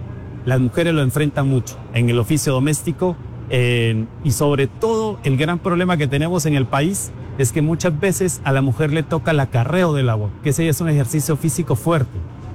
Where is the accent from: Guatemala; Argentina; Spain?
Guatemala; San Agustín Acasaguastlán, El Progreso; Personalmente soy de San Agustín, Casaguastlán, entonces hablábamos del Prodeso, Zacapa, Chiquimula.